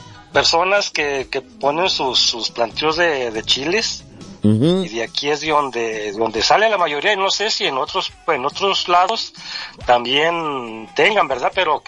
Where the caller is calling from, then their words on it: Manalisco, Jalisco, Mexico; estamos acá en Manalisco, Jalisco.